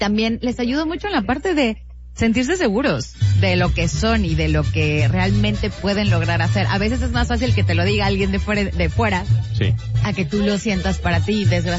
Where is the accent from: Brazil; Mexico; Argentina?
Mexico; ¿cuánto emprendedor no viene aquí que somos mexicanos?